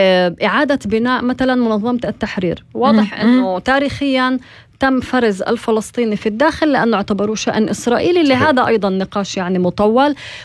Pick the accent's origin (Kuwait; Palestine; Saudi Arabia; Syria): Palestine; حالاتنا كفلسطينيين